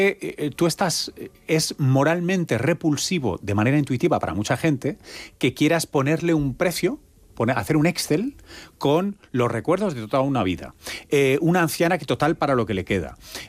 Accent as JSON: {"language": "Spanish", "town": "Tomelloso", "region": "Castilla-La Mancha", "country": "Spain", "said": "El de mi padre, mi familia. … de Tomelloso."}